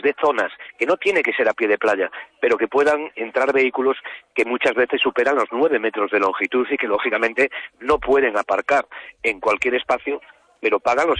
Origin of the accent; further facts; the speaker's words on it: Vigo, Galicia, Spain; born there; yo soy vigués de nacimiento, pero esto nace en el primer salón del automóvil del sur de España